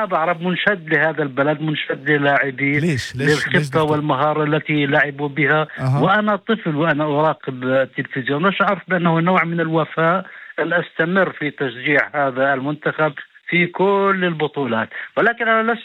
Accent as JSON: {"language": "Arabic", "country": "Palestine", "said": "أستذكر فيه علاقات هذا البلد مع بلدي فلسطين، مع قضيتي القضية الفلسطينية"}